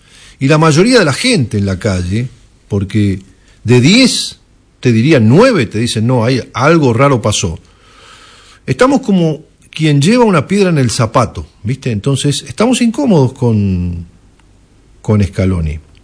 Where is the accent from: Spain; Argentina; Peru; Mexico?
Argentina